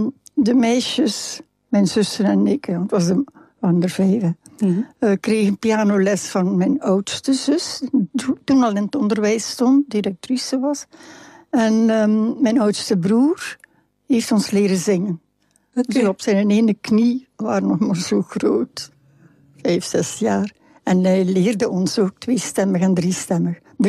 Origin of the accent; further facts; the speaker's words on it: Flanders, Belgium; Ja, maar, zeg ik, zo met veel overtuiging. Ja, maar ik ben een Vlaming.